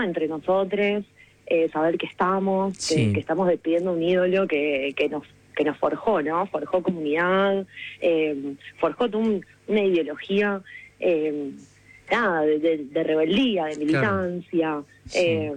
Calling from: Ramos Mejía, Buenos Aires Province, Argentina; Yo soy de La Matanza, de Ramos Mejía.

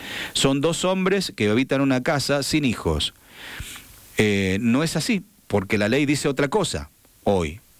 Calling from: Jáchal, San Juan, Argentina; Somos de Hachal, estamos espantados que se entregue una casa a una persona homosexual. ¿Qué seguridad tienen nuestros hijos acá en el barrio? Somos 53 familias y yo soy una de las habitantes que está enfrente de la casa de este señor

